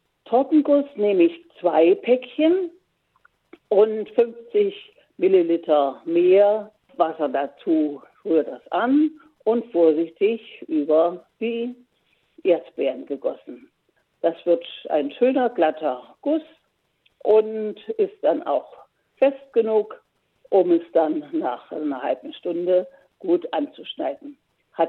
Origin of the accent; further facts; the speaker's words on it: Mechterstädt, Thuringia, Germany; also born or lived in Eisenach; Und in einem Lied, was ich noch mitgebracht habe aus meiner Heimat, also Mechterstädt bzw. Eisenach, das haben wir auch gesungen